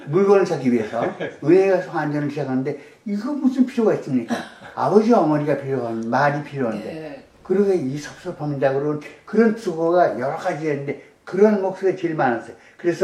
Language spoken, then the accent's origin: Korean; Seoul, South Korea; born there; moved away; 나 서울 태생인데